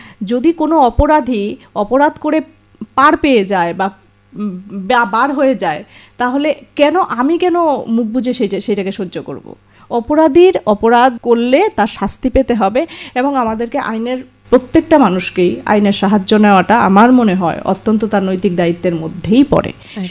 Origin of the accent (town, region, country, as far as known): India